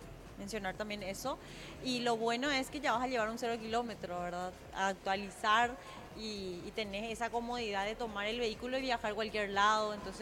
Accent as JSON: {"language": "Spanish", "country": "Argentina", "moved": "yes", "said": "Yo soy de Yasucañín."}